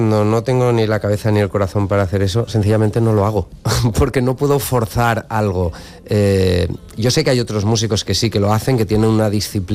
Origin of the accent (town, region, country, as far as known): Spain